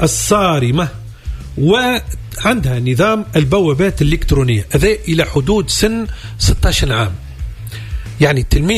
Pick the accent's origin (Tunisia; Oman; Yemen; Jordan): Tunisia; لانه اغلب التلامذه مثلا عندنا في تونس اللي يخرج يقول لك باش نمشي نفطر لبرا